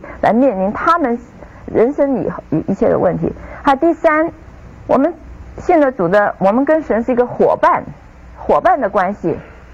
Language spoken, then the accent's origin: Chinese; China; 我们中国人